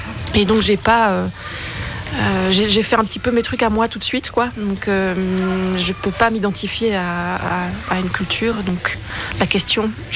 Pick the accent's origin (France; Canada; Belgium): Belgium; moi-même, je suis belge